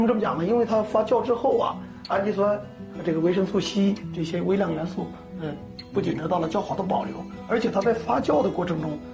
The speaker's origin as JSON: {"language": "Chinese", "region": "Northeast China", "country": "China", "said": "除此之外啊，我们东北人还有一种储存这个食品的方式"}